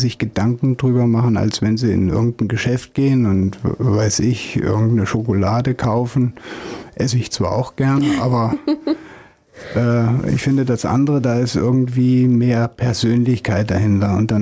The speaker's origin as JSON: {"language": "German", "town": "Eschwege", "region": "Hesse", "country": "Germany", "tie": "born or raised there", "moved": "yes", "said": "Ganz besonders freue ich mich natürlich, dass ich hier in Eschwege sein kann. Da sehe ich mal meine alte Heimat wieder."}